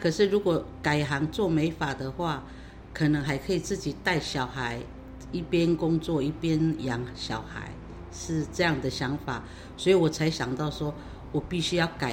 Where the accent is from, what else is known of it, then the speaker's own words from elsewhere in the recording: Taitung County, Taiwan; now in Taipei, Taiwan; 我是台东延平乡永康村， … 来台北已经将近40年